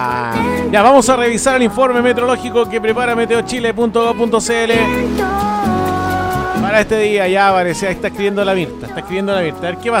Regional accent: Talca, Maule, Chile; now in Valparaíso Region, Chile; en la ciudad de Talca, mi ciudad natal

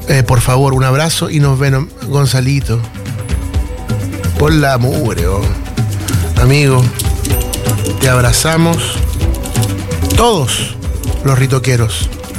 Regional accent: Chile; yo venía desde Chile a ver el concierto.

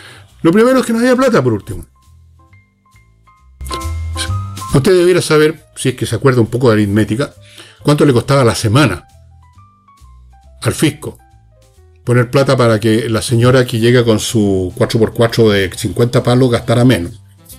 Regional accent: Chile; Todos somos originarios de este país, pues todos nacimos aquí. Todos nos criamos aquí. Todos tenemos nuestro origen cultural, personal, aquí.

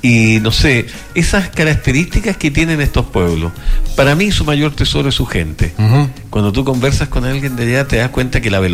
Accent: Peumo, O'Higgins, Chile; Saludamos a la comuna de Peumo en su aniversario 153, mi tierra natal, y me empiezan a hablar de allá que nos están escuchando allá.

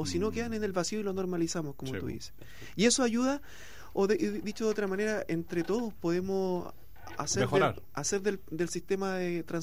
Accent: Coyhaique, Aysén, Chile; moved away; No sé, yo vengo de Coyhaique, del sur, llegué aquí yo llegué el 2005.

